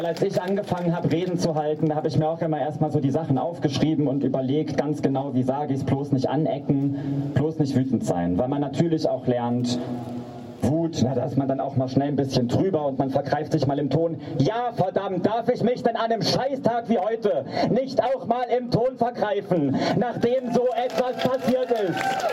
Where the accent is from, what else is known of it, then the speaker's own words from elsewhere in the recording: Saxony-Anhalt, Germany; Ich bin in Sachsen geboren, ich bin in Sachsen-Anhalt groß geworden